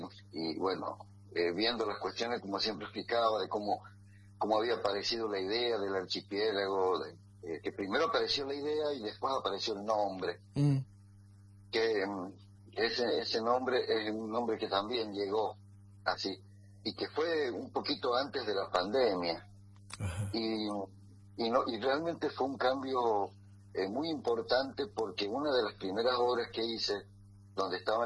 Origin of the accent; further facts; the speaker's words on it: San José de Jáchal, San Juan, Argentina; yo soy de Cacha